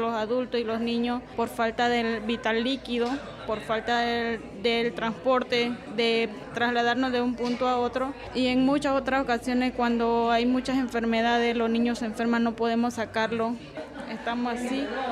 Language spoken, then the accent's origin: Spanish; Panama; vengo de la comunidad de Quia, una comunidad directamente afectada por el proyecto hidroeléctrico de Barro Blanco